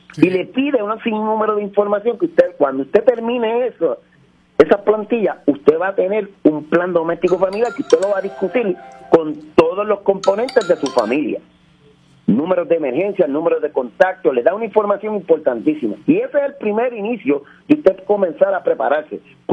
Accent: Puerto Rico

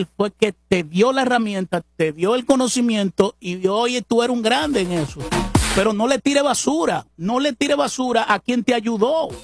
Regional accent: Puerto Rico; Y los puertorriqueños sabemos

